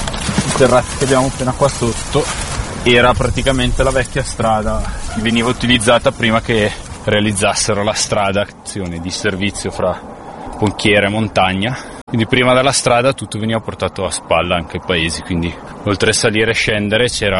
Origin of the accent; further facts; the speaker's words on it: Bergamo, Lombardy, Italy; now in Valtellina, Italy; Sono bergamasco, dopo gli studi e aver fatto un po' di esperienza in giro, la possibilità casualmente di venire a lavorare qui in Valtellina come operaio di campagna.